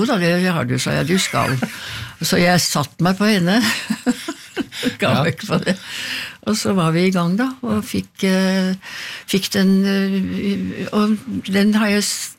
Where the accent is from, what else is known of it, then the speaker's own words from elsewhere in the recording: Oslo, Norway; Jeg har vokst opp på Beste Vestkant, som ja. Det heter.